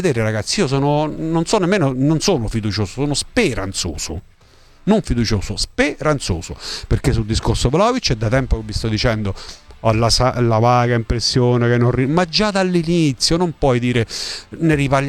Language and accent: Italian; Abruzzo, Italy